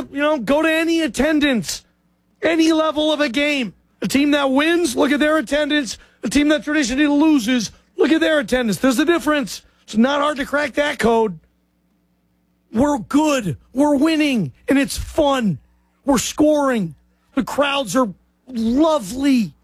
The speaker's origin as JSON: {"language": "English", "town": "Seattle", "region": "Washington", "country": "United States", "said": "I'm from Seattle. I've been to Lumen Field probably more than any other stadium in my life."}